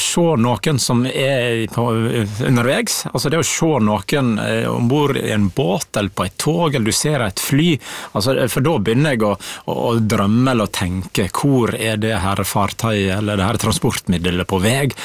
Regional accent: Naustdal, Vestland, Norway; Jeg kommer fra Naustdal, så nå har blitt en del av Sunnfjord kommune

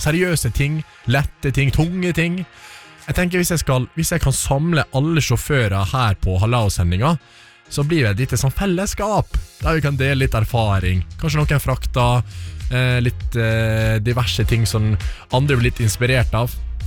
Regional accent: Flemsøy, Møre og Romsdal, Norway; der jeg kommer fra, Flemsøy, der bruker jeg alltid å se kjente og kjære på traktortur

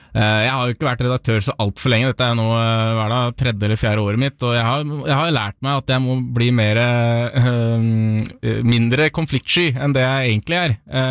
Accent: Svelvik, Buskerud, Norway; Jeg er jo selv fra Svelvik.

